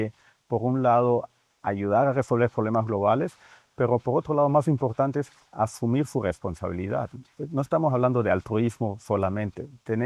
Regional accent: Santa Cruz, Bolivia; born there; Yo nací en Bolivia, yo nací en Santa Cruz

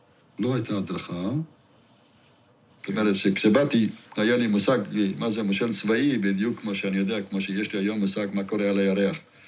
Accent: Tel Aviv, Tel Aviv District, Israel; כשהייתי ילד, הילדים שחיו בסמוך לצריף שלנו, בגבול יפה תל אביב, בשנת מכבי הישנה, היו ילדי בדואים, ופשוט לא היה עם מי לדבר, חוץ מאשר עם ילדים ששפתם היחידה הייתה ערבית.

